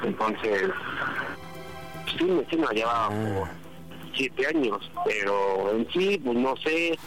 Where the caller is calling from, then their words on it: Mexico City, Mexico; 33 años, de la Ciudad de México.